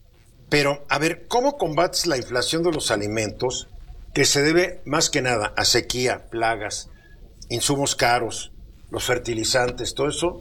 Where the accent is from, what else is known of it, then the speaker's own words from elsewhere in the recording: Mexico; somos pocos los mexicanos que tenemos gas natural